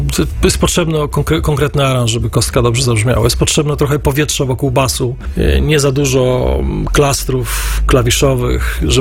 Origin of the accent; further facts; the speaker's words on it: Silesian Voivodeship, Poland; ja pamiętam, że ponieważ jestem ze Śląska, bywałem czasami na dżemach.